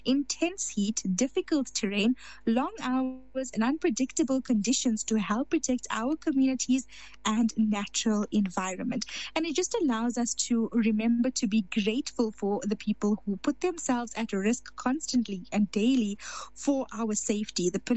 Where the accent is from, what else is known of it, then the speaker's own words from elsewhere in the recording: South Africa; a great time to be as a South African